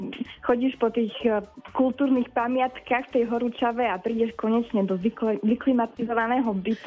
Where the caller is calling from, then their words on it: Kysak, Košice Region, Slovakia; ja som z Kisaku.